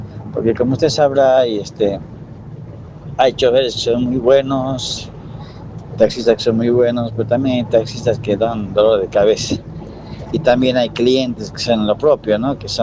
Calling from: Tarija, Bolivia

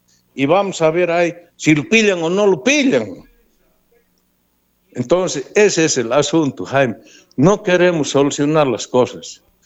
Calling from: Bolivia

